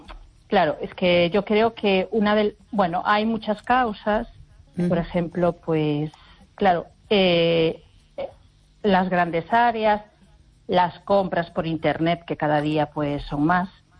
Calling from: A Coruña, Galicia, Spain; de Coruña.

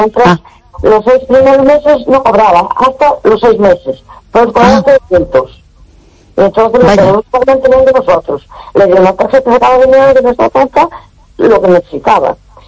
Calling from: A Coruña, Galicia, Spain; de Coruña.

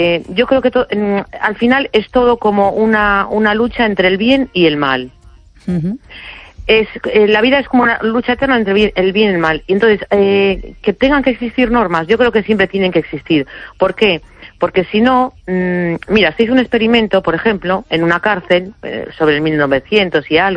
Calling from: A Coruña, Galicia, Spain; de Coruña.

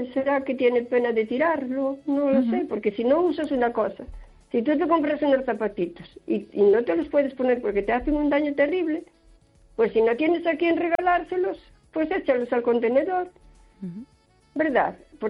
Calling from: O Carballiño, Galicia, Spain; de Carballiño.

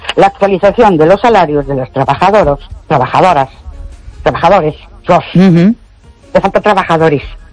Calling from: Ourense, Galicia, Spain; Buenas noches … de Urense.

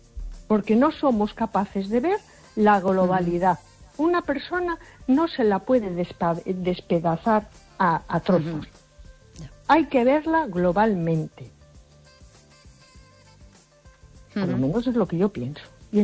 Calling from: Spain

